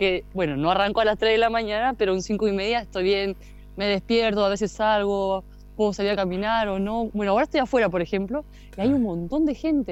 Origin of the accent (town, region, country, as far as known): Río Gallegos, Santa Cruz, Argentina; born or raised there